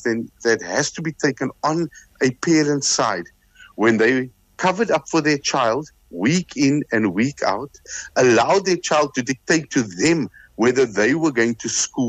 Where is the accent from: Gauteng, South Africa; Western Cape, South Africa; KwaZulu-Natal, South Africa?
Western Cape, South Africa; Cape Town; I grew up in Bonteville, and my parents worked.